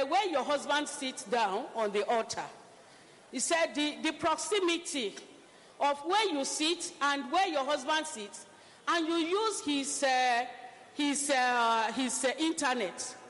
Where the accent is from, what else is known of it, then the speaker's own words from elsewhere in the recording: Benue, Nigeria; I'm from Benue Central.